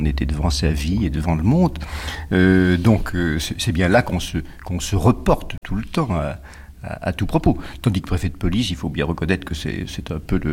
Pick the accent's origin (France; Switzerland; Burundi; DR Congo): France; nous sommes français, un peu latin, un peu gaulois